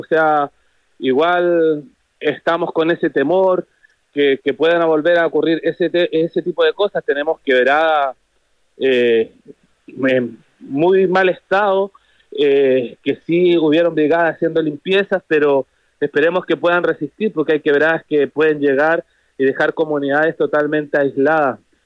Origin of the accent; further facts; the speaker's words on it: Coquimbo, Chile; Yo soy residente del Valle Alto.